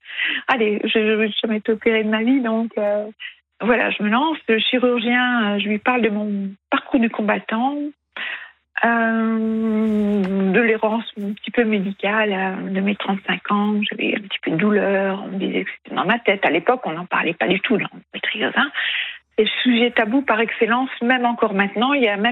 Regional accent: Hauts-de-France, France; Je suis native du Pas-de-Calais

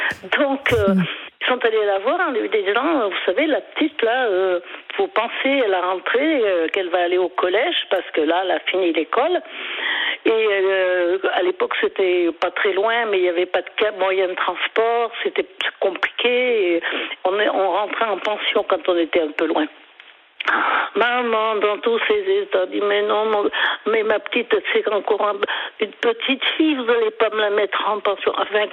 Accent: Lyon, Auvergne-Rhône-Alpes, France; born there; je suis revenue sur Lyon, parce que moi, à l'origine, je suis née à Lyon, pour continuer mes études

